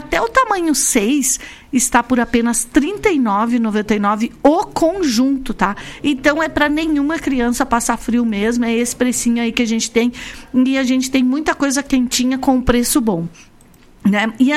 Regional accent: Brazil; A gente é brasileiro

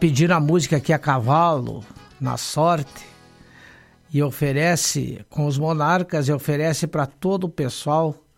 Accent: Monte Alegre dos Campos, Rio Grande do Sul, Brazil; moved away; todos os amigos aí do Monte Alegre dos Campos, minha terra natal

